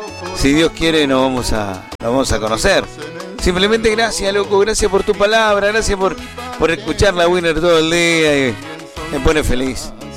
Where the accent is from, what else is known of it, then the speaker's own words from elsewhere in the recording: Carcarañá, Santa Fe, Argentina; moved away as an adult; now in Correa, Argentina; Yo soy moncholero, nacido y criado en Carcaranía, en el barrio San Martín. Nacido en la clínica Cardoso.